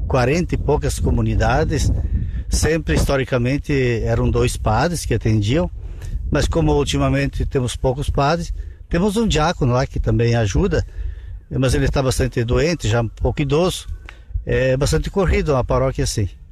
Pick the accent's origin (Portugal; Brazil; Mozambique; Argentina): Brazil; Nova Palma, Rio Grande do Sul; moved away as an adult; also born or lived in Jaguari; now in Restinga Seca, Brazil; Eu fiquei os últimos 4 anos e meio em Jaguari, mas eu sou natural de Nova Palma.